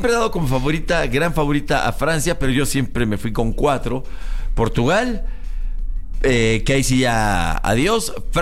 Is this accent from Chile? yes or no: no; Mexico; Yo soy mexicano.